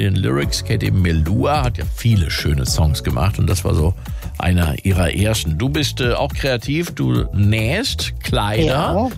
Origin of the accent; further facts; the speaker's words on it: Westerwald, Germany; Ja, ich komme aus dem Westerwald, da würde man auch gucken natürlich.